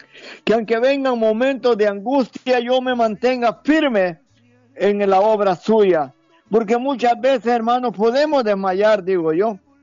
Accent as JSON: {"language": "Spanish", "country": "El Salvador", "said": "ya eran los lugares donde como salvadoreños buscábamos, buscando la vida, pidiendo a Dios. Pero un día regresamos a nuestro país"}